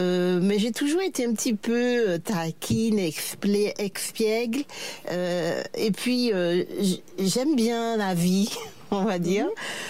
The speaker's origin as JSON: {"language": "French", "town": "Rivière-Salée", "region": "Martinique", "country": "France", "tie": "born or raised there", "said": "Pour ma part, j'ai grandi à Rivière-Salée"}